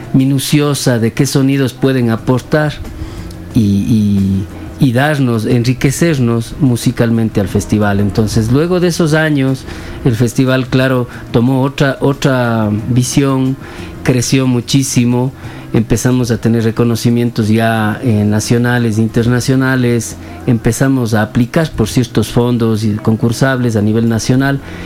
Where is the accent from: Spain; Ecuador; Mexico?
Ecuador; Yunguilla, Azuay; Yo crecí en Yunguilla, prácticamente todas las vacaciones en Yunguilla, y ahí había este punto de encuentro que era La Molienda.